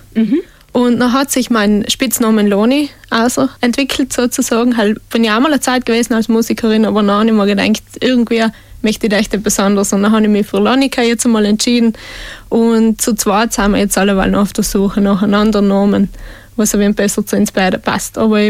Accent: Trentino-Alto Adige, Italy; now in Vinschgau, Italy; Ja, hallo … Ich komme aus Ofers, das ist oberhalb von Brixen. Und ich bin 27 Jahre alt

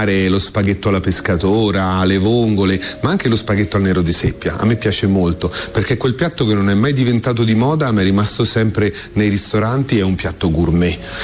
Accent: Fiumicino, Lazio, Italy; born there; moved away; Fiumicino è la mia casa, io sono nato a Fiumicino, sono nato a 100 metri dal mio ristorante, ma sono tornato dopo un po' di anni, quindi per me Fiumicino è anche la riscoperta di un territorio, è un posto incredibile, abbiamo l'aeroporto, abbiamo il mare

